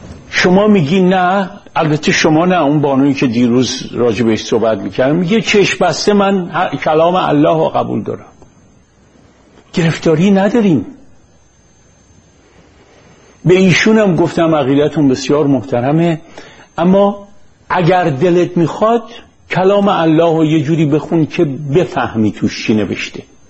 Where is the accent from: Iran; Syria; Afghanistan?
Iran; برای معرفی خود به راستی نمی‌دانم که بگویم پسر جوان 31 ساله از ایران هستم یا اینکه مرد مجرد بیکار ساکن ایران با تحصیلات دانشگاهی در دانشگاه دولتی این کشور